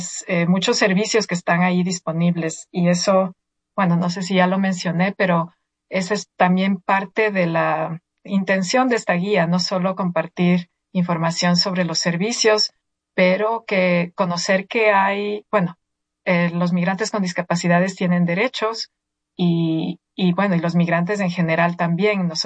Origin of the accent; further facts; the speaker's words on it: Ecuador; moved away as an adult; now in United States; Yo vine de Ecuador a estudiar acá mi PhD en sociología en SUNY Albany